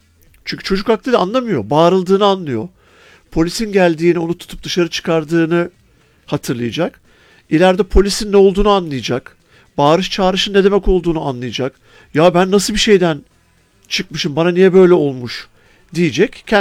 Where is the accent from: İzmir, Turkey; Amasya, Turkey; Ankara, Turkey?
Ankara, Turkey; Mesela ben Ankaralıyım.